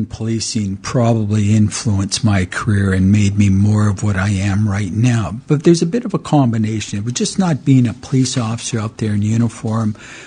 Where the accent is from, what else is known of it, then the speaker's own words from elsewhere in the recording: Kamloops, British Columbia, Canada; born there; I was born in Kamloops. My mother was born in Kelowna.